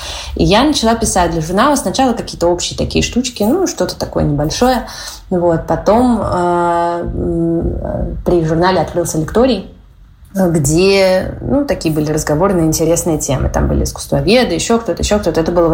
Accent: Moscow, Russia; В детстве я ходила в Вальдорфскую школу, 1060 знаменитую, до того, как пошла в Мнесинскую школу, где учился Мень. В общем, такая легендарная школа московская, которая в 90-е, когда я там училась, была Вальдорфской.

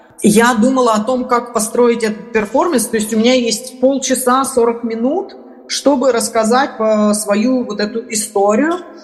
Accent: Ukraine; Я-то тот самый островок, который посреди двух огней. Я беженка с Украины с российским паспортом.

